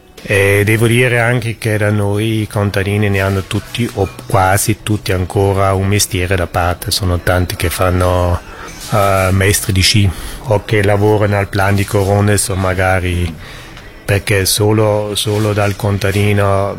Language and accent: Italian; Trentino-Alto Adige, Italy; born there; sono nato qua in Valle